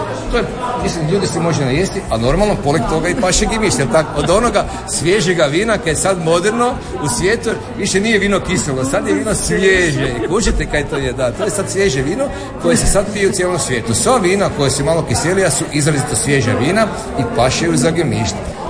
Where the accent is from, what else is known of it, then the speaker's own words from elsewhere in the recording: Pregrada, Krapina-Zagorje County, Croatia; kod nas u Pregradi